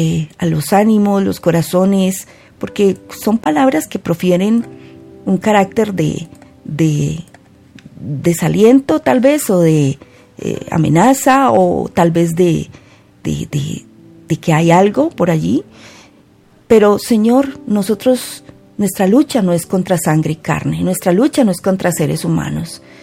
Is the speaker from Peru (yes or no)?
no; Colombia